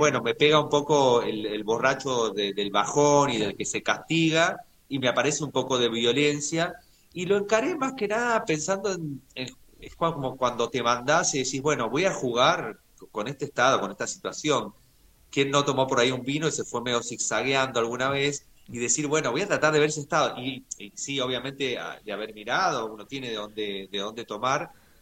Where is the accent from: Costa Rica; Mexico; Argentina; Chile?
Argentina; San Juan; moved away; yo que soy sanjuanino